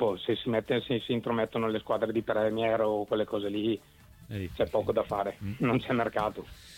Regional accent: Bergamo, Lombardy, Italy; Io Inter, anche se sono di Bergamo.

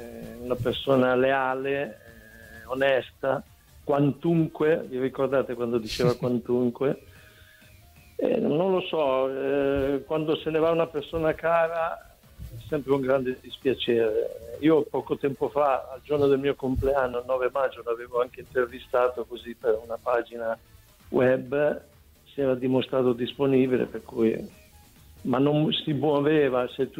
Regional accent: Friuli-Venezia Giulia, Italy; un compaesano, perché io sono friulano, lui era, diciamo, siamo due friulani, ecco, per cui ci capivamo alla perfezione.

